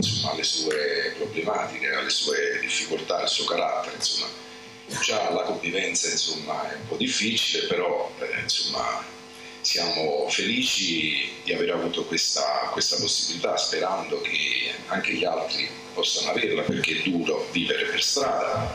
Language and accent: Italian; Fano, Marche, Italy; Buonasera … vengo da Fano e io sono uno dei padri separati che sta ospite in quella struttura.